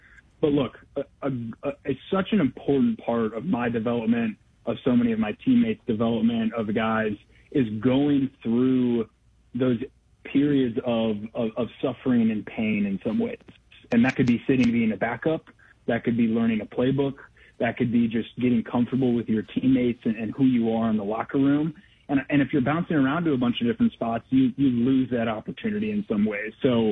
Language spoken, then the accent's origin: English; Detroit, Michigan, United States; now in Champaign, United States; growing up in Detroit